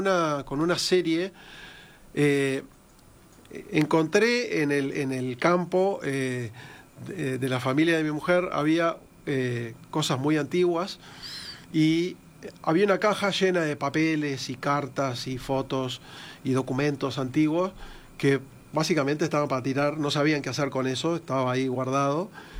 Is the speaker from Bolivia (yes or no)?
no; Uruguay; Y nosotros como uruguayos tenemos eso de que nuestra identidad está muy relacionada con lo que es las olas migratorias, y todos venimos de algunas familias que vienen de otros lados.